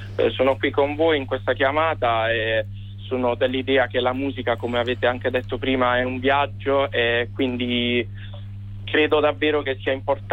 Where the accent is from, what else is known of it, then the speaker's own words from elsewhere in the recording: Locorotondo, Apulia, Italy; Io vengo da un paesino in Puglia, in provincia di Bari, io sono di Locrotondo. Quindi nasco da umilissime origini